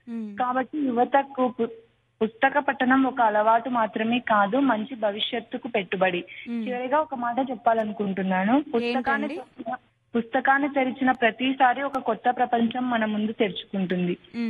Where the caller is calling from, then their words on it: Kurnool district, Andhra Pradesh, India; మాది కర్నూలు డిస్ట్రిక్ట్ అండి. నేను కడపలో యోగిరమణ యూనివర్సిటీ నుంచి చేస్తున్నా.